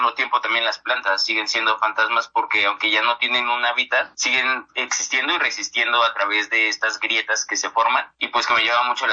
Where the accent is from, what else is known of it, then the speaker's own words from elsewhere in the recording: Tláhuac, Mexico City, Mexico; now in Taxco, Mexico; Yo nací y crecí allá en Tláhuac, y ya después de ahí me vine aquí a estudiar a la Facultad de Artes, pero no en Xochimilco, me vine a Taxco